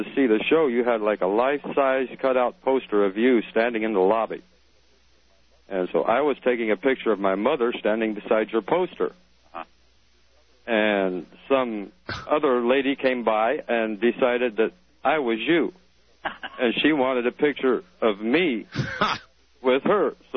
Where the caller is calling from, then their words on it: Long Beach, California, United States; I'm in Long Beach, California.